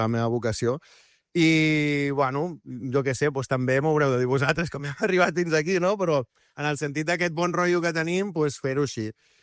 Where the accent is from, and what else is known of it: Arenys de Mar, Catalonia, Spain